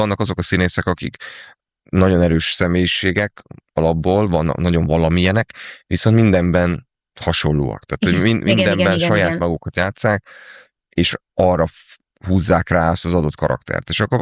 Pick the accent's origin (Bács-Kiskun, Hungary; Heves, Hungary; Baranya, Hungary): Baranya, Hungary; Pécs; moved away as an adult; now in Budapest, Hungary; ahol jártunk Pécsen iskolában, általános iskolában